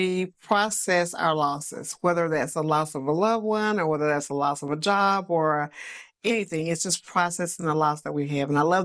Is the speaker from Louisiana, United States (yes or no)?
yes; New Orleans, Louisiana, United States; moved away; that's why New Orleans is my baby. Like, I'm always going to put NOLA first, you know, because that's my hometown.